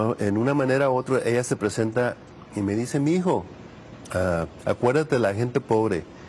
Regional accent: Autlán, Jalisco, Mexico; born there; moved away; mi placenta está en Autlán, Jalisco, pero yo vine de Dios.

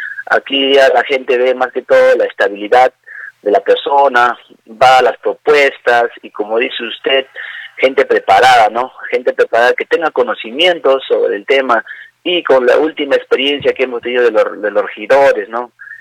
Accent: Inclán, Tacna, Peru; yo ya estoy años desde que nací aquí en Inclán

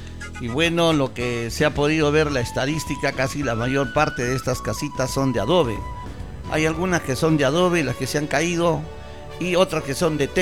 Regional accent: Selva Central, Peru; sobre todo los que somos de Selva Central.

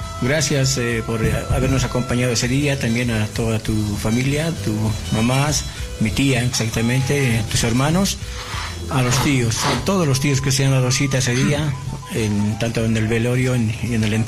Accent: Bolivia; moved away; a mi pueblo Caluyo, un gran corazón, un gran saludo a todos ellos.

